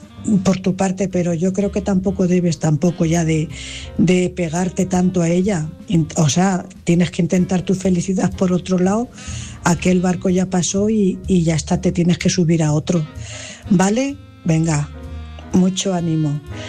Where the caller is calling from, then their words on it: Cuenca, Castilla-La Mancha, Spain; Buenas noches … corresponsal de Cuenca.